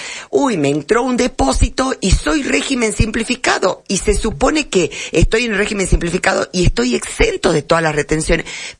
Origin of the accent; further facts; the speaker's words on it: Salta, Argentina; cuando yo pongo el domicilio, que soy salteña, Salta Capital, inmediatamente me inscribe en el régimen provincial.